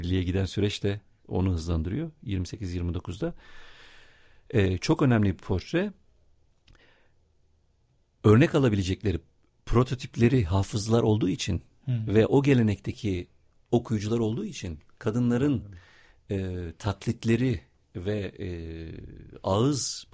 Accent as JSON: {"language": "Turkish", "town": "Siirt", "region": "Siirt Province", "country": "Turkey", "said": "Bir Siirtli olarak Soydan'ı da anayım."}